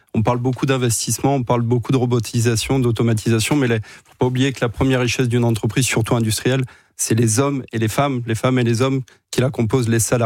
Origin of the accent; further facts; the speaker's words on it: Lille, Hauts-de-France, France; born there; Moi, je suis né à Lille